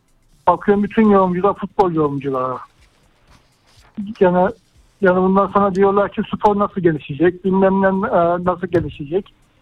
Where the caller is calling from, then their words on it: Istanbul, Turkey; Ben İstanbul'dan arıyorum